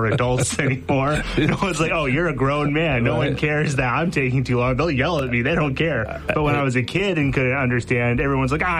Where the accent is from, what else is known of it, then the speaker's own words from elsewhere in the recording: Mexico; And I grew up in Mexico, so I grew up in a country where I didn't speak the language. Right. I learned Spanish, thankfully.